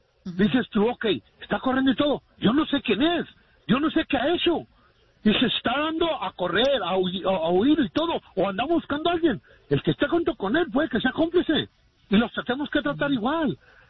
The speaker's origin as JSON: {"language": "Spanish", "country": "United States", "said": "nosotros como yo estadounidense, de ascendencia hispana"}